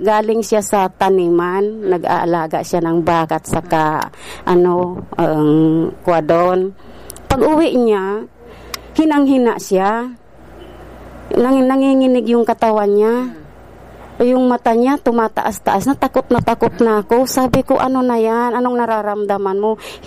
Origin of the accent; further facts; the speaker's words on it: Bicol Region, Philippines; taga Bunga, Canligao, Albay.